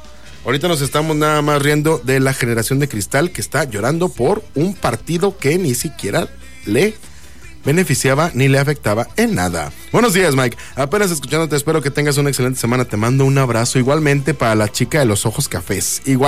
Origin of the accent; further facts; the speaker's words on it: Mexico; somos mexicanos